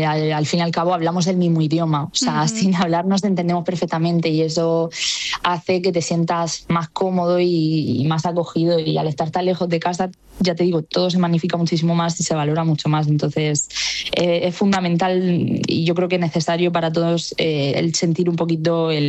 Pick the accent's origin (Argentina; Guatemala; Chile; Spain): Spain; Region of Murcia; moved away as an adult; now in Miami, United States; sí que somos murcianos